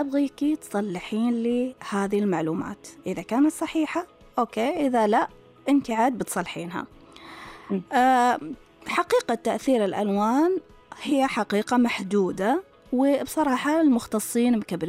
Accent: Saudi Arabia; وأنا محيطي صحراوي، كيف ممكن نضيف الحياة يعني لابن البيئة الصحراوية؟ أنت قبل شوي ذكرتي البحر، ذكرتي مثلا المسطحات المائية، هذه مش متوفرة بكثرة عندنا في السعودية إلا على الساحلين

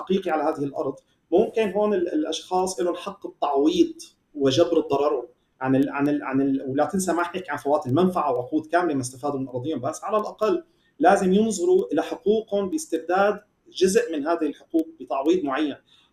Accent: Syria; نحن كسوريين

